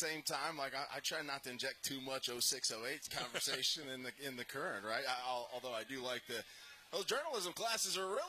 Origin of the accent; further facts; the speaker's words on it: Odessa, Texas, United States; I grew up in Odessa. I know there's a Waffle House in Odessa, Texas.